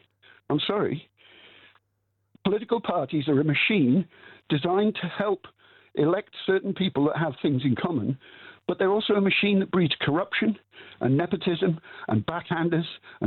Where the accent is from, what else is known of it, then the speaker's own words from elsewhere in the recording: Wales, United Kingdom; I'm Welsh.